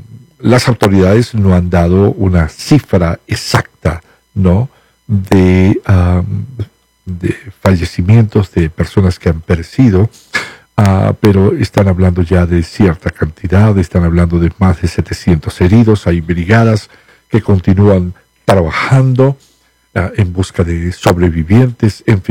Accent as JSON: {"language": "Spanish", "country": "Venezuela", "moved": "yes", "said": "en el interior, ¿no?, del país, allá en mi ciudad"}